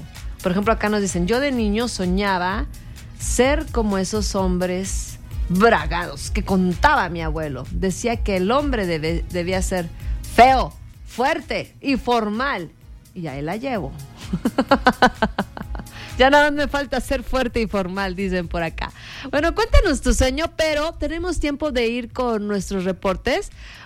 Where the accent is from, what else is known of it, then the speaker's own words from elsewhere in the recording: Fresnillo, Zacatecas, Mexico; Sí, en Fresnillo, Zacatecas, que es mi ciudad natal.